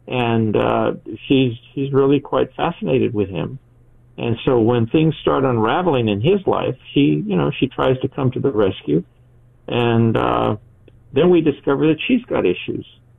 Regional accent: Los Angeles, California, United States; born there; I was born in East L.A. To a working-class family. My dad was a journeyman carpenter. My mom was a stay-at-home mom. I had two sisters, older and younger.

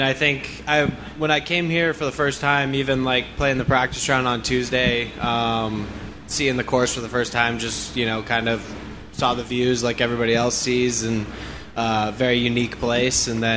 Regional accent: Scottsdale, Arizona, United States; I grew up in Scottsdale, so very familiar with kind of like the desert golf kind of feel

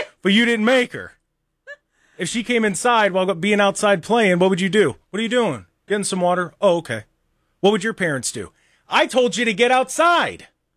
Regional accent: Lodi, United States; I grew up in Lodi.

